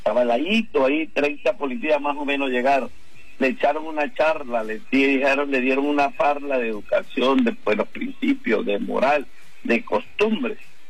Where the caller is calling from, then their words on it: El Vigía, Mérida, Venezuela